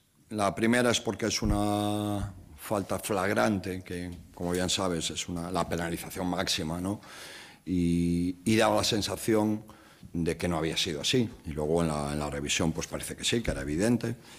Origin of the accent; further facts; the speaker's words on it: Galicia, Spain; yo soy gallego